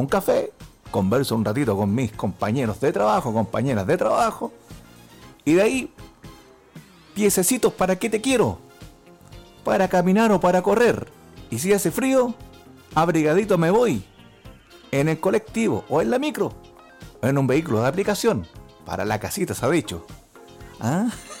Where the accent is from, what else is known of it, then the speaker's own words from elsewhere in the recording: Chile; no sé porque soy chileno o no, pero dejo de trabajar porque ya sé que si me pongo o me mentalizo que voy a terminar lo que estoy haciendo